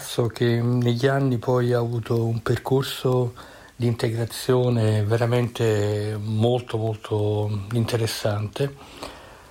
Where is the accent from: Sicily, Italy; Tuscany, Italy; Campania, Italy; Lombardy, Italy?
Campania, Italy; moved away; Io sono originario della Campania